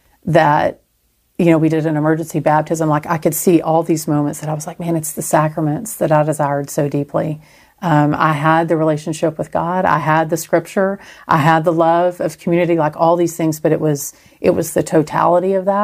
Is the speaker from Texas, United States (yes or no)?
yes; Texas, United States; So I'm Texan.